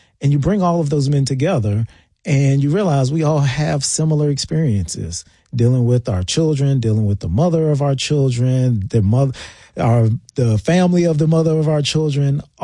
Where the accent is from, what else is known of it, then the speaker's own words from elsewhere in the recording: Washington, District of Columbia, United States; also born or lived in Prince George's County, Maryland; we were born and raised in Washington, D.C., raised in the Prince George's County area.